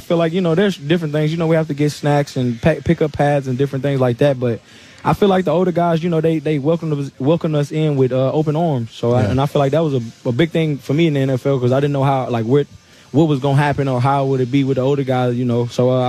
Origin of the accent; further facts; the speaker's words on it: Louisiana, United States; Yeah, I'm from Louisiana, so I like Saints, you know, okay.